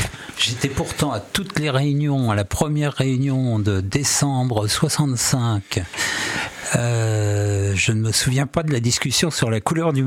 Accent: Ifs, Normandy, France; on était 6 à avoir 17-18 ans, tous habitants à IF, 5 dans un rayon de 200 mètres, on se voyait tous les jours

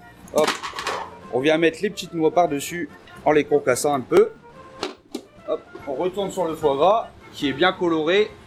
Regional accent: Gravelines, Hauts-de-France, France; moved away as an adult; now in Lot, France; je viens du Nord-Pas-de-Calais, plus précisément Gravelines.

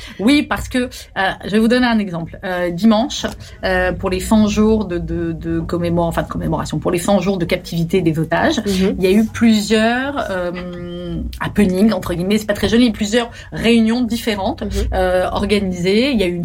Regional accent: France; Nous, pour le Bataclan, j'ai envie de dire parce qu'on est français, évidemment qu'on a souffert

